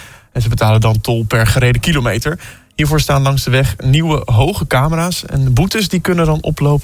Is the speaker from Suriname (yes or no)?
no; Hoogeveen, Drenthe, Netherlands; Ik kom uit Hogeveen.